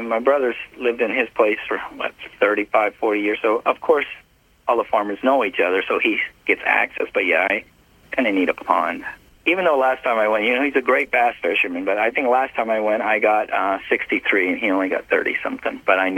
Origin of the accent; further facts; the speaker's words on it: Bakersfield, California, United States; born there; No, because I was born out here. I was born in Bakersfield.